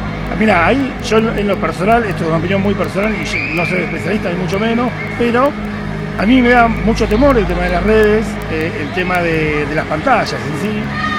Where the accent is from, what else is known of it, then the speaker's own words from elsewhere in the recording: Mar del Plata, Buenos Aires Province, Argentina; moved away; Yo soy de Mar del Plata originalmente.